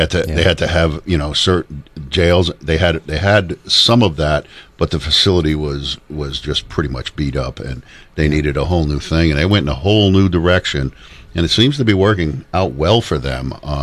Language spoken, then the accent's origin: English; Danielson, Connecticut, United States; also born or lived in Brooklyn; now in Putnam, United States; I moved up here to Putnam. I lived in Brooklyn. I grew up in Danielson, and I know all the towns very well